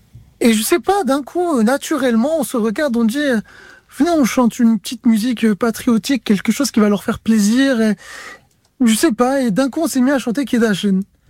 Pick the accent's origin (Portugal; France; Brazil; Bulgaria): France; On dit, on vient de France, on fait un projet humanitaire, etc., etc.